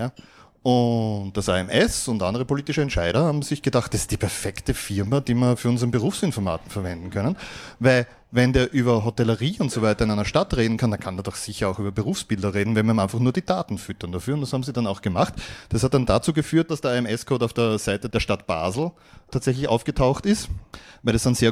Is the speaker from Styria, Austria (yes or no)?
yes; Graz, Styria, Austria; ich komme aus Graz.